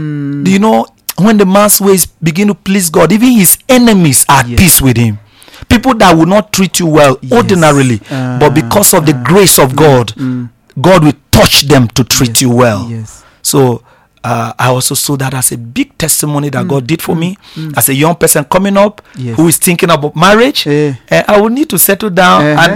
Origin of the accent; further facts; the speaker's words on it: Nigeria; moved away; I said, I'm Nigerian.